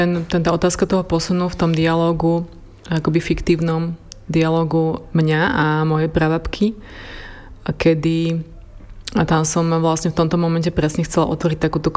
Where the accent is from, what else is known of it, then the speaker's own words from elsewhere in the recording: Stará Turá, Trenčín Region, Slovakia; ja som zo starej Turej na Mijavských Kopaniciach a vlastne už som blízko hraníc s Moravou.